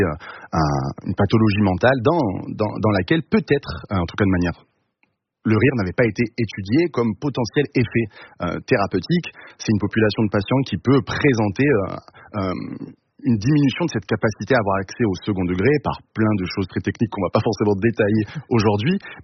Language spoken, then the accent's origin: French; Angoisse, Nouvelle-Aquitaine, France; Ouais, j'ai grandi à Angoisse, ouais, tout à fait.